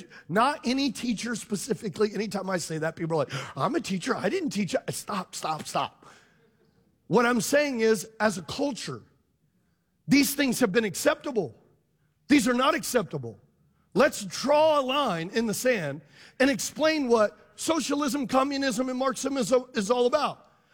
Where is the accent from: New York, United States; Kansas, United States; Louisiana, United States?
Louisiana, United States; I'm from Louisiana. We're 52 on 50 states on education, y'all.